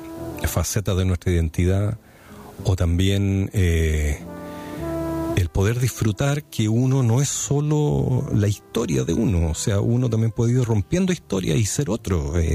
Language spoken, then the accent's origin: Spanish; Chile